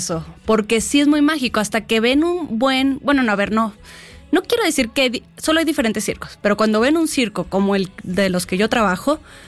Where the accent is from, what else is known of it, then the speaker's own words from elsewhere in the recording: Monterrey, Nuevo León, Mexico; moved away; porque yo soy de Monterrey, tengo uh-huh. 16 años acá